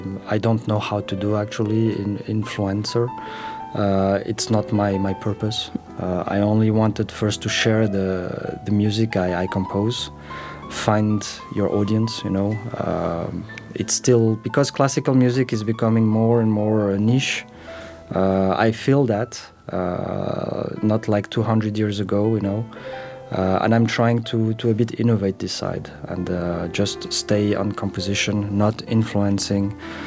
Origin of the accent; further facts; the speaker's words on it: Luxembourg; I'm a composer from Luxembourg.